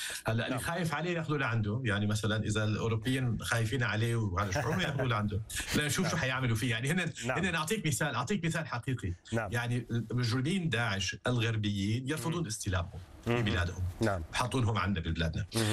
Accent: Syria; بالنسبه لنا كسوري

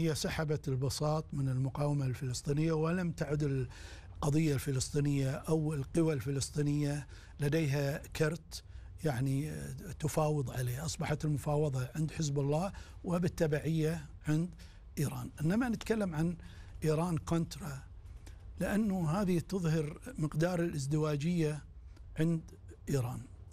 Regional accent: Kuwait; عندنا بالكويت

